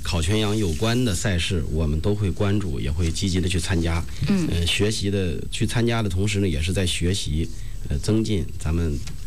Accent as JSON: {"language": "Chinese", "town": "Chengde", "region": "Hebei", "country": "China", "said": "也是咱们地道的承德人，我是82年出生的。"}